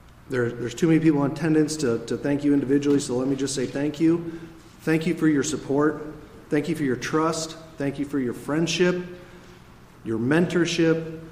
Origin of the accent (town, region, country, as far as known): Peoria, United States; born or raised there